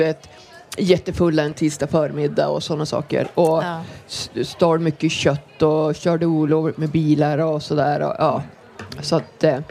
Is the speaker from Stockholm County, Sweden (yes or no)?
no; Skellefteå, Västerbotten County, Sweden; Och då i Skellefteå, då, där, som var min hemort, så brukar vi ofta sitta i en busskur och dricka alkohol.